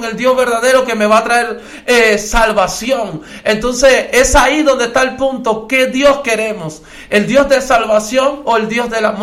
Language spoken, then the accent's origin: Spanish; Holguín, Cuba; moved away; Vengo de ahí, nazco de ahí, crezco ahí